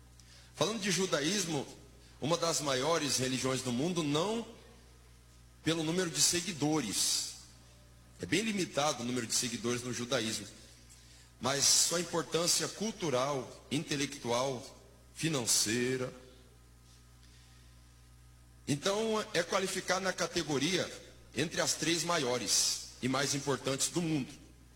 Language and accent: Portuguese; Paraná, Brazil; eu sou paranaense com vocês também.